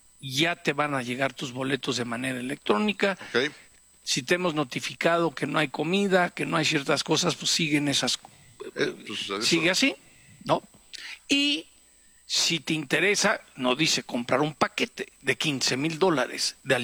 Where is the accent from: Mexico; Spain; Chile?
Mexico; Y duele como mexicano, sí.